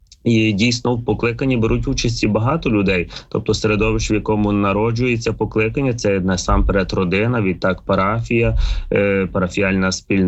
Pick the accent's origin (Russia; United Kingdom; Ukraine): Ukraine; Lviv, Lviv Oblast; я сам львів'янин, закінчував 85-ту школу на Симоненка.